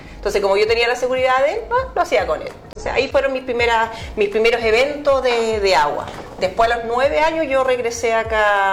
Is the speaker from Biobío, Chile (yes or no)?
yes; Tomé, Biobío, Chile; Yo nací acá en Tomé el 11 de diciembre de 1974.